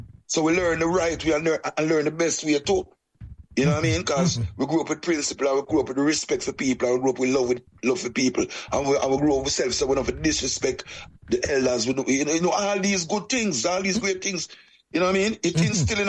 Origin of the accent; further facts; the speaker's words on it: Portmore, Saint Catherine, Jamaica; also born or lived in Kingston, Jamaica; I was born in Kingston, grew up most of my life in a Portmore city, in a Waterford, a little community called Waterford, as a youth growing up.